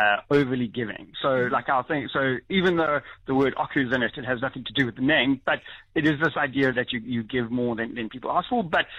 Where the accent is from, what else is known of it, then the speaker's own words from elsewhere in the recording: Johannesburg, Gauteng, South Africa; moved away as an adult; also born or lived in United Kingdom; So I'm from Johannesburg originally, and I went to chef school in Johannesburg.